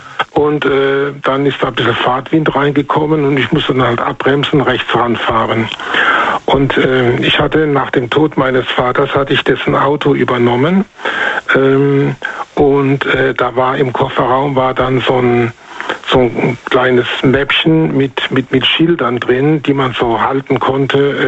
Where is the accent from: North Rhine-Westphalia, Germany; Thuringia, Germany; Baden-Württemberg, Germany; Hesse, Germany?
North Rhine-Westphalia, Germany; aus dem Rhein-Sieg-Kreis.